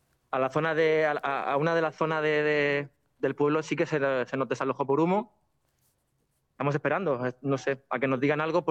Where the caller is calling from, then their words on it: Murcia, Region of Murcia, Spain; estoy justamente en los Garres, yo soy vecino de aquí